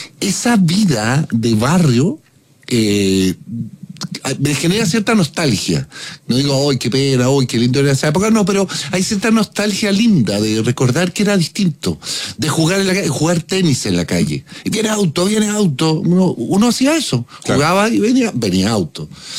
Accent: Santiago Metropolitan Region, Chile; mi primera casa de recuerdo, si bien yo nací en otra, estaba en el Bosque con Diego Almagro, frente a una plaza, frente a la Plaza del Bosque.

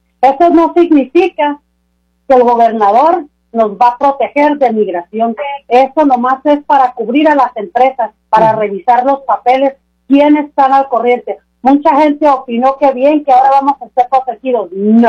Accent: Mexico; now in Washington, United States; soy mexicana a mucho orgullo.

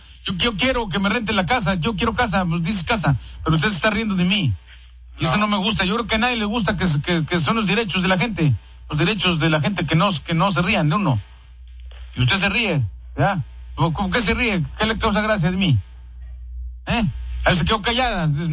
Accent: San Luis Potosí, Mexico; Pero nosotros somos de San Luis.

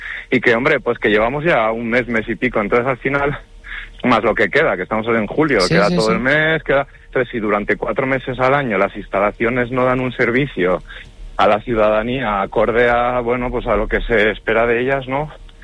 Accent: Vitoria-Gasteiz, Basque Country, Spain; No estoy en Zabalgana porque yo soy de la zona centro y mira, me pilla desmano, la verdad. Yo soy más de Judimendi, Arana, todos estos barrios más céntricos

